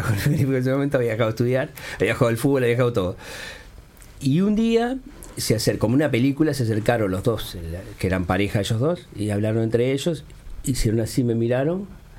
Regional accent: Montevideo, Uruguay; Mi familia es de una familia humilde, ¿no? Bastante humilde. Somos del Cerro, cerquita de Cerro Norte ahí.

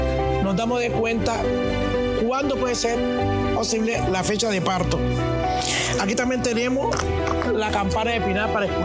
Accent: Bagadó, Chocó, Colombia; moved away as an adult; now in Istmina, Colombia; Yo soy del municipio de Bagado, Chocó. Hace 35 años vivo aquí en el municipio de Izumí.

